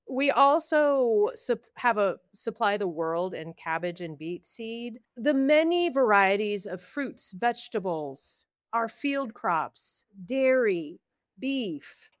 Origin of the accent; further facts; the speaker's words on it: Oregon, United States; now in Skagit Valley, United States; I grew up in Oregon and moved to the beautiful Skagit Valley in 2014. Love being here.